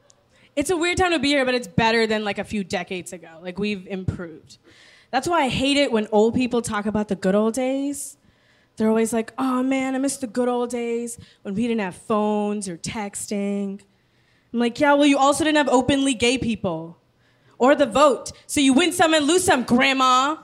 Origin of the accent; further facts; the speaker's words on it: United States; There's a lot of violence going on right now in the country that I'm from. I am from America.